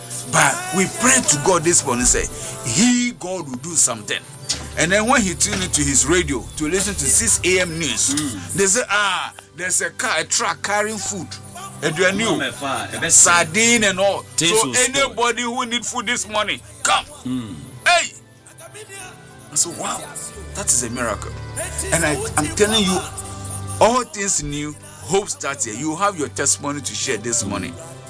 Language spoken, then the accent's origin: English; Volta, Ghana; So tomorrow, the grand launch will be at Angloga in the Volta region. I'm from Volta and to be there. So we are all going home.